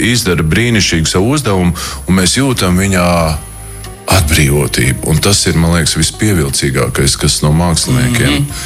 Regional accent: Latgale, Latvia; Jā, nu, es jau tā esmu pa pusē latgalietis, no tā pusē esmu latgalietis, un tāpēc man ļoti patīk dzidra, skaidra un tiešām tāda latgaliešu valoda, kādu es esmu dzirdējis bērnībā un kādu es pats runāju.

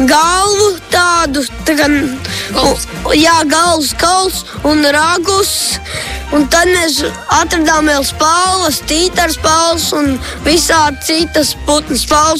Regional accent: Liepāja, Kurzeme, Latvia; No Liepājas katru pamatskolas mēs esam

